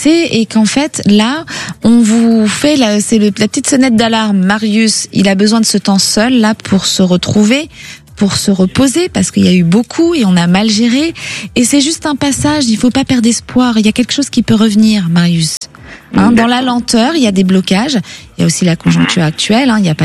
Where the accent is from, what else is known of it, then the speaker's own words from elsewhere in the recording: Villejuif, Île-de-France, France; Moi, j'ai grandi à côté, à Villejuif.